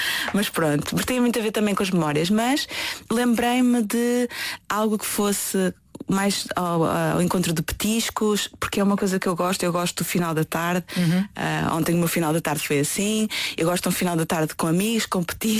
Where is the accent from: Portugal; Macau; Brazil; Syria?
Portugal; Northern Portugal; Eu sou do Norte e gosto muito do Norte